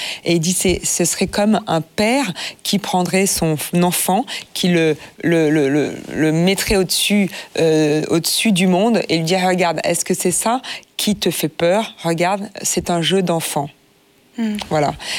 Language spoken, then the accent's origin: French; Southern France, France; now in Paris, France; Je viens du Sud et par tous les chemins, j'y reviens.